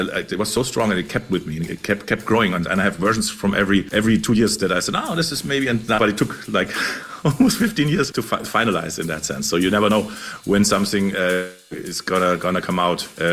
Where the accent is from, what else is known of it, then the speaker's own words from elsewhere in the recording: Munich, Bavaria, Germany; I grew up in Munich, where everything stops at 8 o'clock in the evening